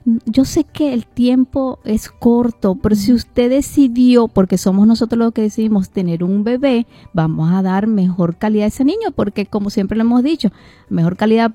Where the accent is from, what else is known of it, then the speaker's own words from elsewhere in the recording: Venezuela; moved away; lo digo yo que vengo de Venezuela